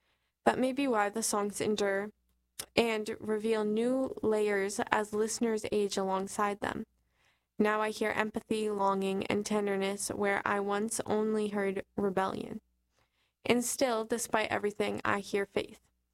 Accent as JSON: {"language": "English", "region": "New Jersey", "country": "United States", "tie": "born or raised there", "said": "His songs were woven into the experience of growing up in New Jersey, the shore, the parkway, football games, dinners, diners, humid summer nights"}